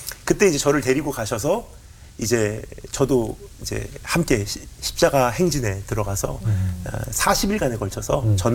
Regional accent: Japan; 제가 이제 일본에서 자랐잖아요.

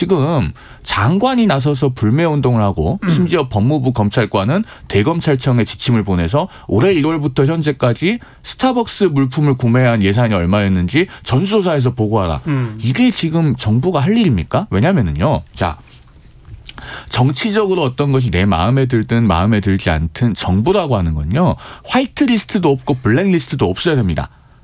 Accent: Suncheon, South Jeolla, South Korea; moved away; also born or lived in Gwangju; 제가 고향이 전남 순천이고요. 주민등록상 출생지는 제가 광주입니다.

